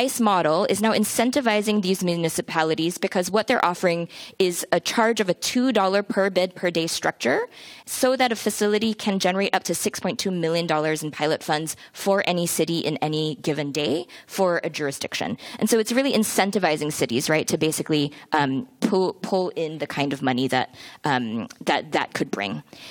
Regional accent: California, United States; As a Californian

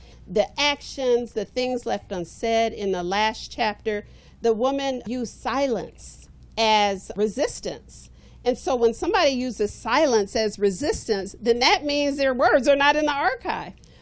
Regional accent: Ohio, United States; I'm from Ohio.

